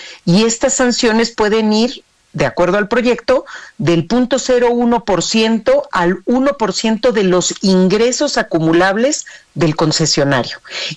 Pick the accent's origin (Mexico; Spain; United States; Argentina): Mexico; Yo como ciudadana, como mexicana, quiero enterarme cuando hay algo de interés público